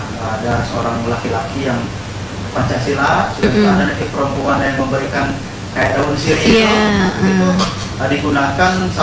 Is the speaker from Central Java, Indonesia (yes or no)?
no; Bengkulu, Indonesia; saya dibesarkan di Bengkulu Utara itu, dari orang tua, bapak saya dan ibu saya orang Rejang.